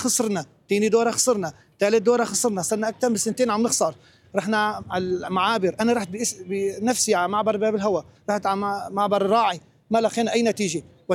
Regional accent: Syria; نحن من بلاد الشام

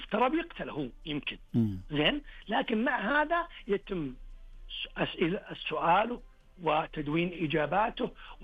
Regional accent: Saudi Arabia

